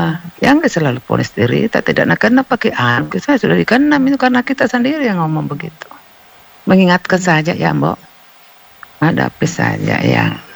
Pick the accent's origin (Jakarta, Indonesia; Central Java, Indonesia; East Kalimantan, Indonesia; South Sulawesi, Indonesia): South Sulawesi, Indonesia; born there; also born or lived in Maros; now in Gowa, Indonesia; mangga itu kan di kampungku. Di Tonasa itu, Tonasa 1 masuk.